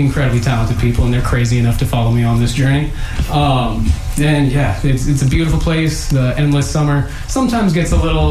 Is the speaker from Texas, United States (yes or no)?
no; Maine, United States; now in Tampa, United States; It got me acclimated to the weather down here because I'm originally from Maine.